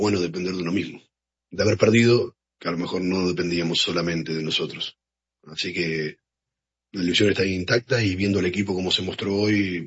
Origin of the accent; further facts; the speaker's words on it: Puebla, Mexico; Yo soy poblano.